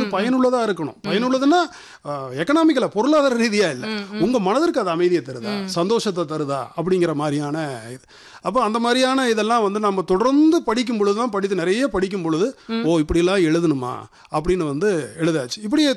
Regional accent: Palani, Tamil Nadu, India; நான் பழனியை சேர்ந்தவன்.

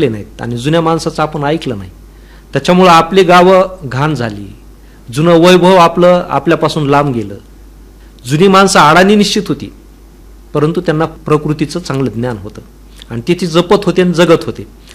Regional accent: Beed, Maharashtra, India; दुसरीपर्यंत गावात शाळेत होतो आणि तिसरीला मी बीडमध्ये संस्कार विद्यालयात शिकायला आलो.

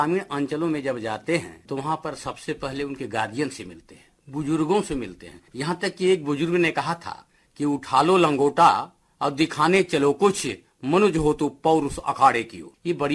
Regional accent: Dabariya, Uttar Pradesh, India; चंदौली जिले में धानापुर एक जगह है, धानापुर में एक गाँव है डबरिया, उस गाँव का मैं मूल रूप से निवासी हूँ।

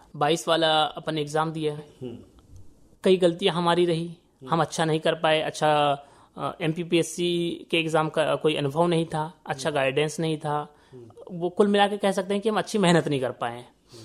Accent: Lanji, Madhya Pradesh, India; moved away; मैं लांजी से हूँ, मैं बालाघाट से हूँ

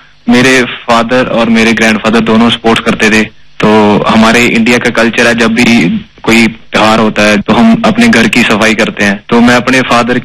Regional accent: Chhattisgarh, India; मैं छत्तीसगढ़ से बिलोंग करता हूँ, अभी मैं उड़ीसा से खेलता हूँ।

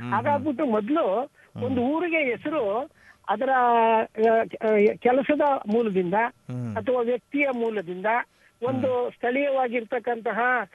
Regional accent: Mandya district, Karnataka, India; now in Mysore, India; ನಾನು ಮೂಲತಃ ಮಂಡ್ಯ ಜಿಲ್ಲೆಗೆ ಸೇರಿದವನು, ಆದ್ರೆ ಮೈಸೂರಿನಲ್ಲೇ ಒಂದು 33 ವರ್ಷಗಳಿಂದ ವಾಸ ಇದ್ದೇನೆ. ನಮ್ಮೂರಿನ ಬಳಿ ಮದ್ದೂರು ತಾಲೂಕಿನಲ್ಲಿ ಚಿಕ್ಕ ಅರಸಿನ ಕೆರೆ, ದೊಡ್ಡ ಅರಸಿನ ಕೆರೆ ಅಂತ ಎರಡು ಗ್ರಾಮಗಳು ಉಂಟು.

